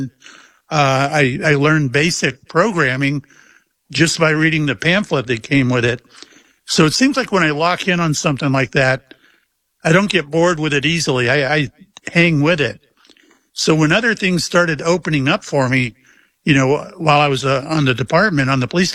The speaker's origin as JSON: {"language": "English", "town": "Mayport", "region": "Florida", "country": "United States", "tie": "born or raised there", "said": "I was on the Shangri-La out of my hometown of Mayport, you know, where I live."}